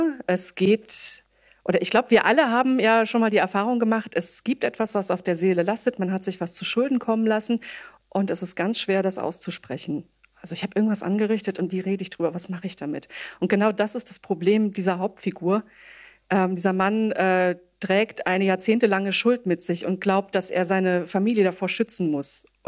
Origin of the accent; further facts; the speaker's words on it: Bad Vilbel, Hesse, Germany; Im Wesentlichen, ich komme aus Bad Vilbel, das ist so 70 Kilometer ungefähr Richtung Frankfurt von hier.